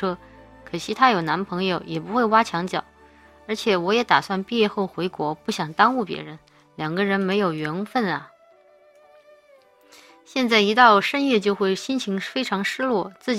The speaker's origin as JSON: {"language": "Chinese", "region": "Chongqing", "country": "China", "tie": "born or raised there", "moved": "yes", "lives_now": "Shanghai, China", "said": "我在上海就经常吃了一些火锅，觉得很想让上海人民体会一下我们家乡正宗的重庆火锅"}